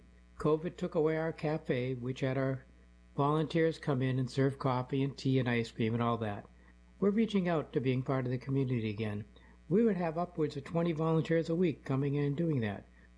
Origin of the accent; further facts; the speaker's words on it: Wilbraham, Massachusetts, United States; I love the community growing up in Wilbraham.